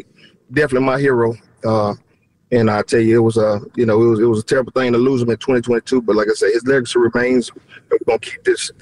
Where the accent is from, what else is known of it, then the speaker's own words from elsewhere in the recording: Dallas, Texas, United States; I was born and raised in Dallas.